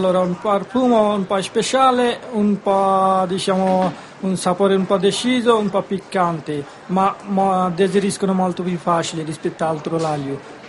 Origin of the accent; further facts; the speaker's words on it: Bangladesh; Italian is a second language; now in Proceno, Italy; Io vengo dal Bangladesh